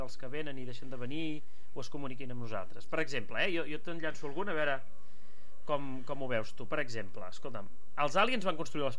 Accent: Catalonia, Spain

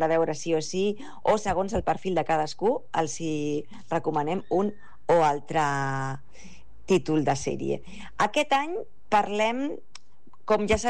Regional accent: Premià de Mar, Catalonia, Spain; Premià de Mar és el meu poble, però la meva segona casa és el Prat.

